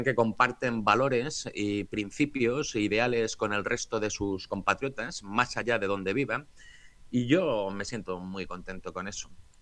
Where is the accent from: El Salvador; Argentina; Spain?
Spain; no tengo otra manera de concebirme en el mundo como español. Yo lo he dicho en muchas ocasiones, yo no soy un ciudadano del mundo, yo soy un ciudadano español.